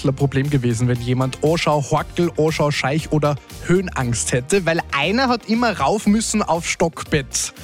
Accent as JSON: {"language": "German", "region": "Salzburg", "country": "Austria", "said": "Bin ich auch Pinzgau"}